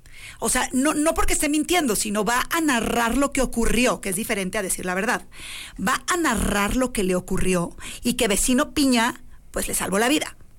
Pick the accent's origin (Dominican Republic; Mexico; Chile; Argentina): Mexico; Tamaulipas; now in Coahuila, Mexico; ambos somos de Tamaulipas, pero somos coahuilenses porque tenemos 200 mil millones de años viviendo en esta tierra maravillosa.